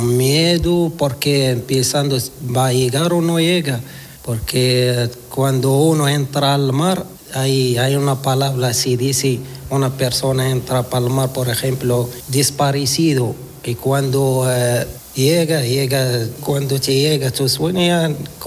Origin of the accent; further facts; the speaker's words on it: Laayoune, Western Sahara; moved away as an adult; Soy del Sahara Occidental, de Lyon, capital.